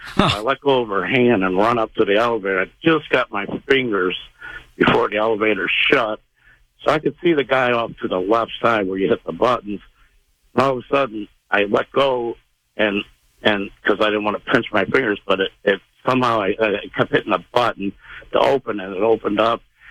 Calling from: St. Louis, Missouri, United States; I've lived in St. Louis 50-something years, so I know I've lived by Lambert Airport.

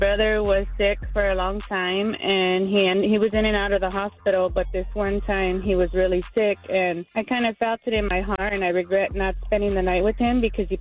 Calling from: Redlands, California, United States; I'm calling from Redlands.

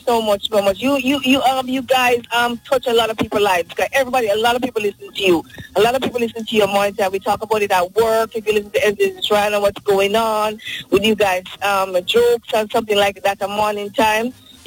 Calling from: New York, United States; I drive to work at this time. I work in Plainview Hospital. I'm from New York.

